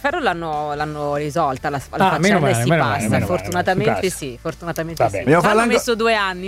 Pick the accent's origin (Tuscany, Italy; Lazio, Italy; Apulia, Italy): Lazio, Italy; Frosinone; born there; sono nata a Frosinone.